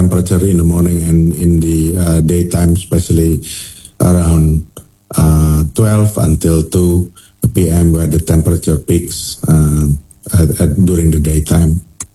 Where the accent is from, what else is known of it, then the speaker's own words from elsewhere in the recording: Indonesia; this chilly weather for most of us Indonesians.